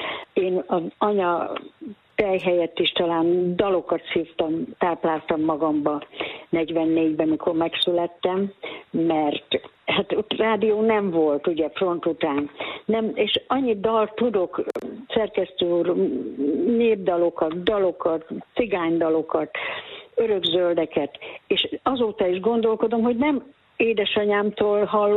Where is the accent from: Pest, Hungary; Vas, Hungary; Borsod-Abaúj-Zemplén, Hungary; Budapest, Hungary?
Borsod-Abaúj-Zemplén, Hungary; Onga; tanyavilágba születtem én, Ongához 4 kilométerre.